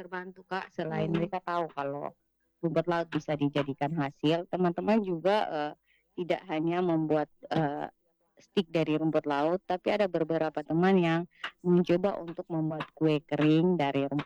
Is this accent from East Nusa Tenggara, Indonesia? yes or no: yes; Kupang, East Nusa Tenggara, Indonesia; biasa kita orang Kupang dan kiri-kiri kan mereka bisa mengolah dan menjualnya di rumah